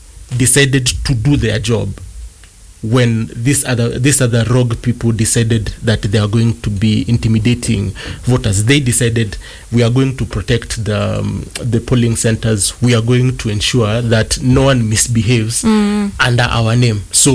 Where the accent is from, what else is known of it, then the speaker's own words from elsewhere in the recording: Kenya; as a Kenyan citizen.